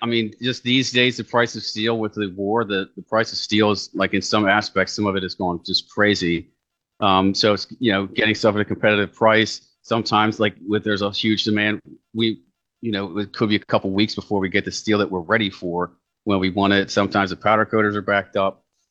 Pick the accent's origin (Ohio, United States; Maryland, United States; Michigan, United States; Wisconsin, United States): Maryland, United States; And then, so I'm from Maryland